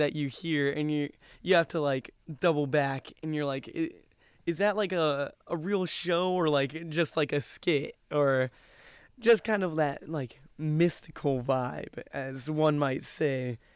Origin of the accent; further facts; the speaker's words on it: Carlsbad, California, United States; moved away as an adult; now in Irvine, United States; 18 years old, and I am a part of the class of 2030. I'm from Carlsbad, California, which is just a little bit down the coast from us here in Irvine.